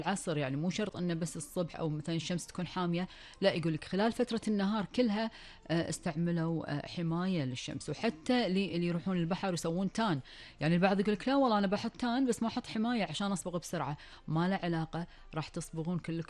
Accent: Kuwait; أخبار ديرتنا الحبيبة الكويت وآخر المستجدات

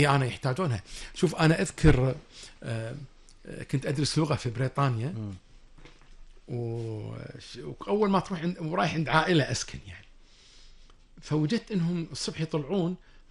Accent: Kuwait; عندنا بالكويت

